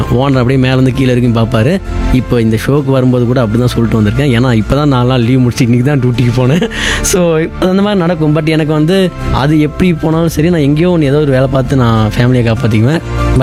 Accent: Salem, Tamil Nadu, India; நான் வந்து சேலம் மாவட்டத்தை சேர்ந்தவன். பிறந்ததுலேருந்து எங்கள் தான் சேலம் அம்மாப்பேட்டையில் தான் இருக்கிறேன்.

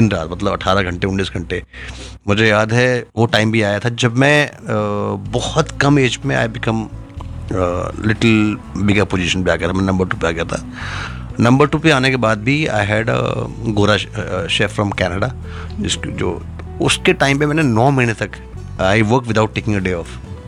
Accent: Bihar, India; मैं तो बिहार से हूँ.

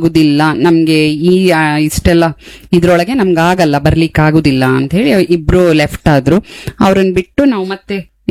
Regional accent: Raichur, Karnataka, India; moved away as an adult; also born or lived in Byndoor / Brahmavar; now in Kota, India; ನಾವು ಮೂಲತಃ ಬೈಂದೂರವರು. ಹಾ, ನಾವು ಹುಟ್ಟಿ ಬೆಳೆದಿದ್ದೆಲ್ಲ ರಾಯಚೂರು, ಮದುವೆ ಆಗಿ ಬಂದಿದ್ ವಾಪಸ್ ಬೈಂದೂರ್ಗೆ, ಆಮೇಲೆ ಮತ್ತೆ ನಾವು ಇಲ್ಲೇ ಇದ್ದಿದ್ದೀಗ ಕೋಟಕ್ ಬಂದದ್ದು.

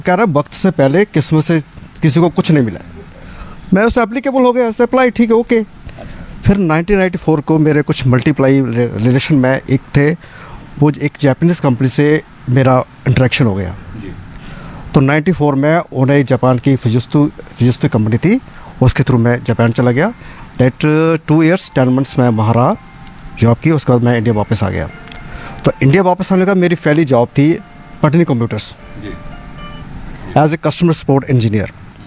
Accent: Jammu and Kashmir, India; moved away as an adult; मैं जम्मू कश्मीर से बिलोंग करता हूँ

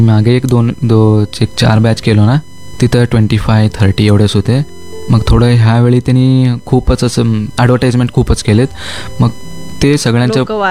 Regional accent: Chandur, Karnataka, India; मी चायनाला जाऊपर्यंत मी चंदूरचा आहे म्हणून कोणाला माहीत नव्हतं.

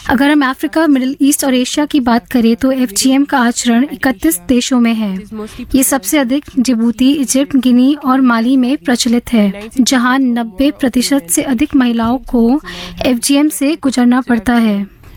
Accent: Nigeria; और मैं journalism and mass communication की छात्रा हूँ। मैं नाइजीरिया की निवासी हूँ

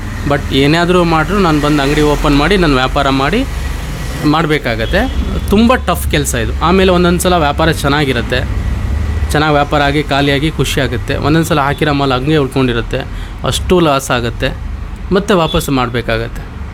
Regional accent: Shivamogga, Karnataka, India; ನಾನು ಇಲ್ಲೇ ಮೂಲತಃ, ನಾನು ಶಿವಮೊಗ್ಗ ನವಲೆ ಗ್ರಾಮದವನು. ನಾನು ಹುಟ್ಟಿದ ಮೆಗ್ಗನ್ ಹಾಸ್ಪಿಟ್ಲಲ್ಲಿ ಮೇಡಮ್. ನಮ್ಮದು ಮನೆ ಇಲ್ಲೇ ನವಲೆಯಲ್ಲೇ, ಸ್ವಂತ ಮನೆ ಇದೆ.

